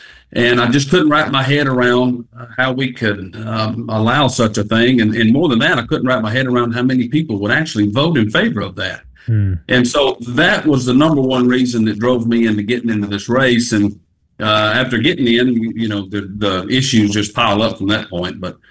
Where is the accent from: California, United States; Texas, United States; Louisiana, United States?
Louisiana, United States; now in New London, Missouri, United States; I was raised on a poultry farm, a cattle farm in Louisiana. We raised chickens for some major poultry producers in the state. My wife and I are foster parents here in Missouri.